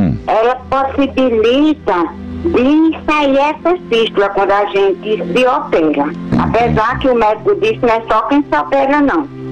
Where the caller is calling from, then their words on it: Crato, Ceará, Brazil; Padre Reginaldo, eu estou falando de um povoado que fica no Crato, Ponta da Serra, no Ceará.